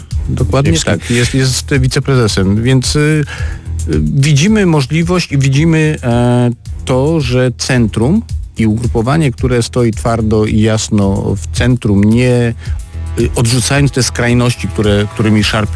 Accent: Świętokrzyskie Voivodeship, Poland; Ja pochodzę ze Świętokrzyskiego, po sąsiedzku, też niedużego miasta

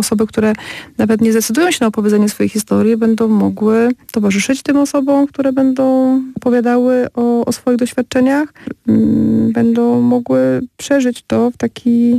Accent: Kluczbork, Opole Voivodeship, Poland; bo ja pochodzę z Kuszborka i tam dyskusyjny klub filmowy przed wielu laty był, akurat filmowy.

